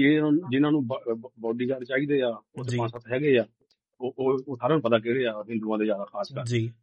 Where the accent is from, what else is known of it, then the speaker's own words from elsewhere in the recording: Punjab, India; moved away; ਅਸੀਂ ਉੱਥੇ ਜੰਮੇ ਪੜੇ